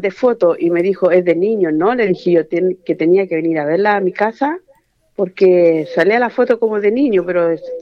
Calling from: San Vicente, O'Higgins, Chile; yo llamo de San Vicente.

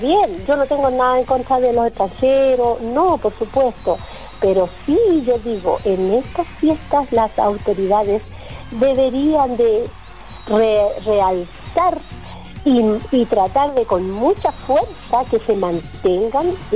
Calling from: Chile; como buen chileno o buena chilena

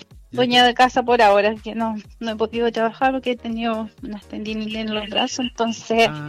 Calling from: O'Higgins, Chile; De Limahue

